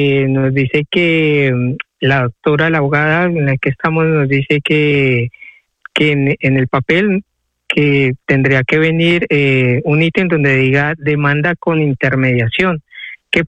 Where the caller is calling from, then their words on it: Madrid, Community of Madrid, Spain; Hola, buenos días. … me comunico de Madrid.